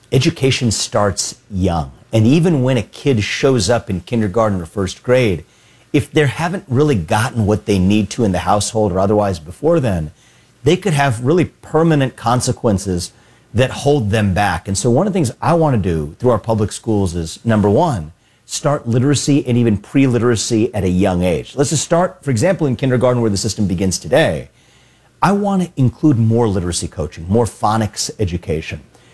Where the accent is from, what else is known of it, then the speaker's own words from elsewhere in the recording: Cincinnati, Ohio, United States; in Cincinnati, my hometown, Cincinnati public schools were closed for 2 years during the pandemic